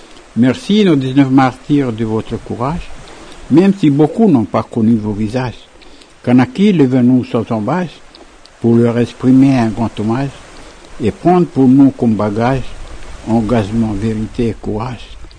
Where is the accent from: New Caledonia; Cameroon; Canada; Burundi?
New Caledonia; Ouvéa, Loyalty Islands Province; même si je suis loin d'Ouvéa, de ma tribu, ben, je donne quand même mon témoignage